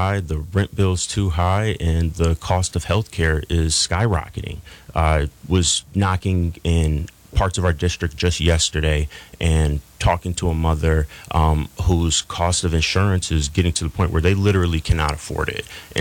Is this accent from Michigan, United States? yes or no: yes; Battle Creek, Michigan, United States; I was born and raised in Battle Creek, just down the road, a lifelong member of the Nottawasippi here in Band of Potawatomi.